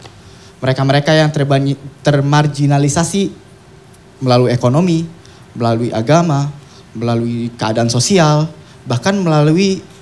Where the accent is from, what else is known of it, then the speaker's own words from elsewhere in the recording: Jakarta, Indonesia; Saya merupakan orang asli Jakarta, Bapak saya Betawi dan seluruh keluarga saya juga Betawi.